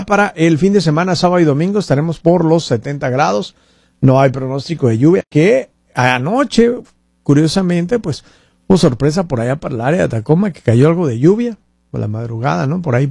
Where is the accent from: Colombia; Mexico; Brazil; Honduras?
Mexico; now in United States; soy mexicana